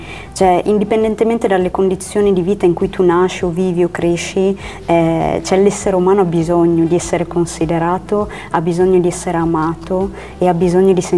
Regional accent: Ethiopia; tornare in Etiopia è stato bello perché comunque ho ritrovato la mia terra e nelle persone, nell'ambiente, nella natura, perché io poi avevo tanti ricordi anche proprio del mondo che mi circondava

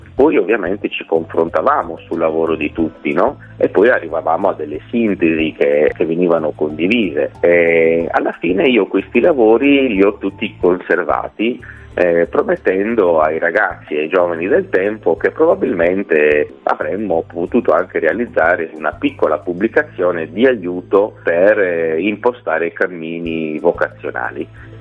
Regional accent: Olbia, Sardinia, Italy; moved away as an adult; now in Palau, Italy; io sono di origine palaese, anche se nato e cresciuto ad Olbia

